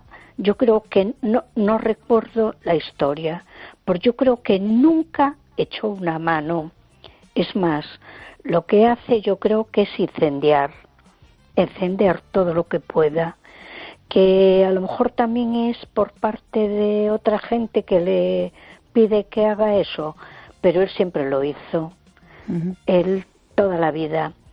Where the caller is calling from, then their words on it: A Coruña, Galicia, Spain; de Coruña.